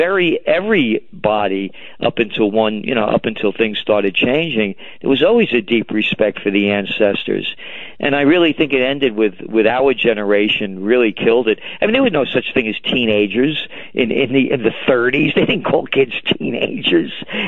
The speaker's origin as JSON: {"language": "English", "town": "New York City", "region": "New York", "country": "United States", "said": "Well, I'm a New Yorker too"}